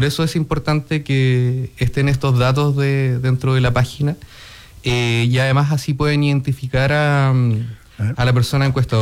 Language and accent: Spanish; Coyhaique, Aysén, Chile; Soy de acá, de Coyhaique